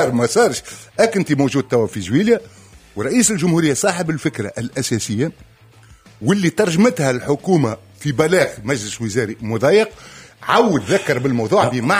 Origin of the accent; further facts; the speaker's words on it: Tunisia; أنا كتونسي من مصلحتي باش نعرف غدوة الحي